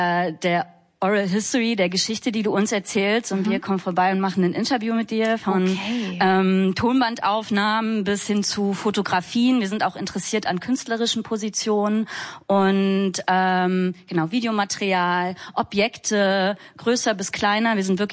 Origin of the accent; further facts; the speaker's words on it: Saxony-Anhalt, Germany; Ich bin 2 Jahre vor der Wende geboren und in der Nachwendezeit so in der Rave-Kultur groß geworden in Sachsen-Anhalt.